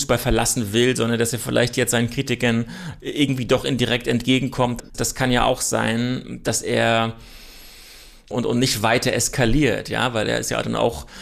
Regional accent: Germany

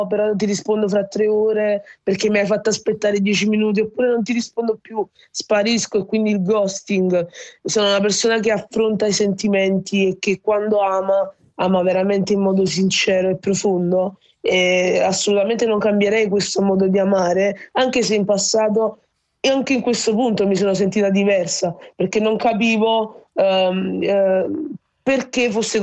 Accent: Lagos, Nigeria; now in Naples, Italy; io sono nigeriana di Lagos, però c'ho pure il cuore napoletano.

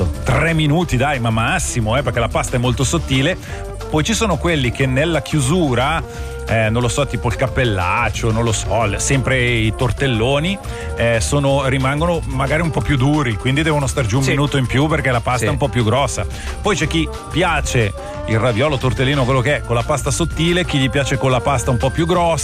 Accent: Chiasso, Ticino, Switzerland; Li fanno dalle mie parti.

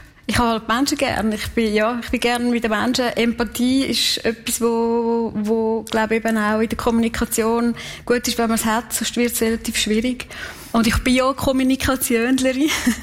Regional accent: Kaltbrunn, St. Gallen, Switzerland; weil ich bin in Kaltbrunn aufgewachsen. Ich bin ein Kaltbrunnerin durch und durch.

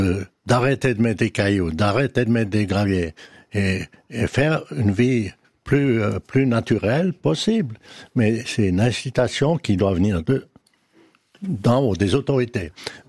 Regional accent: Valais, Switzerland; Non, moi, je souffre pas, je suis valaisan. On souffre de cette chaleur.

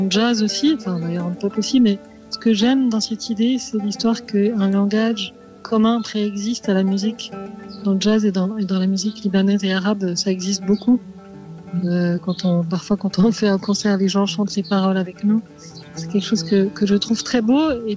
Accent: Switzerland; born or raised there; also born or lived in Beirut, Lebanon

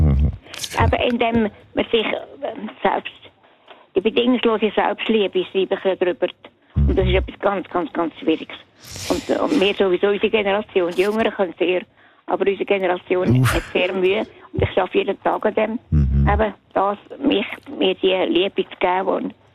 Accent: Bern, Switzerland; Ich bin auch aus Bern aufgewachsen wie du.

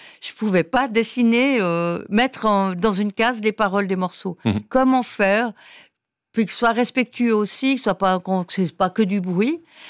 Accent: Saint-Maurice, Valais, Switzerland; Quand j'étais petite, à Saint-Maurice, je savais que je voulais vivre dans une grande ville. Pour moi, Lausanne, c'était déjà la grande ville.

